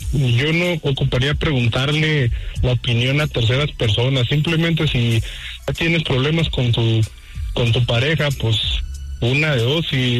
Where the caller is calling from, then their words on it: Colorado, United States; De acá, desde Colorado.